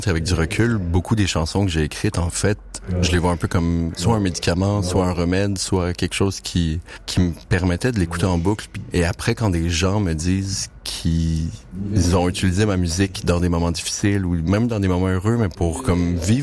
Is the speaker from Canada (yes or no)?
yes; Montreal, Quebec, Canada; Bonjour tout le monde … je viens de Montréal.